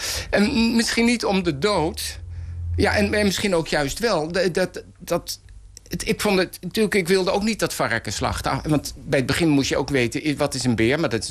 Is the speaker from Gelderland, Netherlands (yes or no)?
no; Amersfoort, Utrecht, Netherlands; born there; Ik ben geboren in Amersfoort.